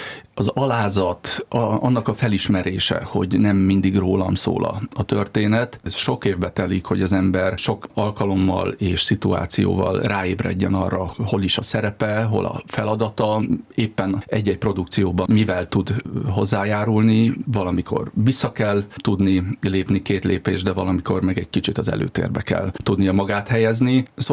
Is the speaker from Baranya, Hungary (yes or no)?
no; Balassagyarmat, Nógrád, Hungary; born or raised there